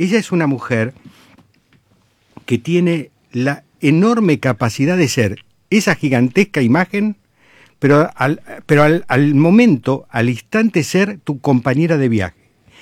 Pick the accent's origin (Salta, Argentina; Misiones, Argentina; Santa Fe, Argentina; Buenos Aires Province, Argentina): Buenos Aires Province, Argentina; Mar del Plata; moved away; yo vengo de Mar del Plata